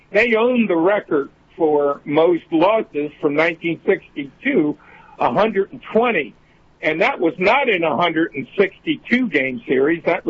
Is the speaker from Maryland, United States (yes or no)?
yes; Baltimore, Maryland, United States; I played against him in the 1969 World Series against my hometown Baltimore Orioles.